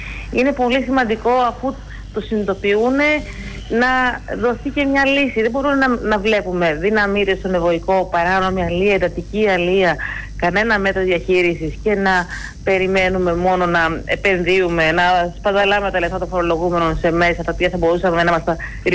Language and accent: Greek; Greece